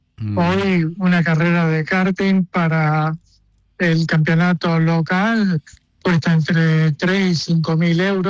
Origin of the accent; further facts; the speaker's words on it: Argentina; now in Europe; como tenemos nosotros en Argentina